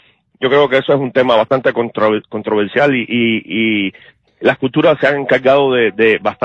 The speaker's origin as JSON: {"language": "Spanish", "country": "Cuba", "tie": "born or raised there", "moved": "yes", "lives_now": "United States", "said": "Yo soy cubano, soy blanco."}